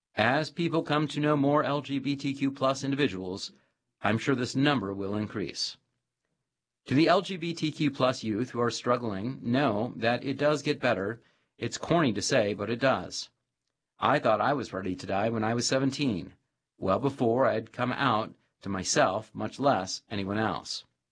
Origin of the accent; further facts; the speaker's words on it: North Carolina, United States; I never thought I'd see gay marriage legalized in North Carolina, my home state.